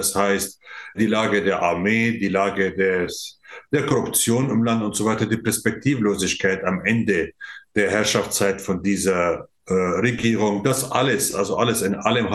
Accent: Syria; moved away; Ich komme aus Syrien ursprünglich, bin seit 35 Jahren hier.

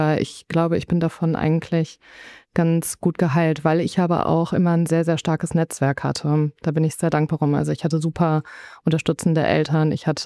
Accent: Düsseldorf, North Rhine-Westphalia, Germany

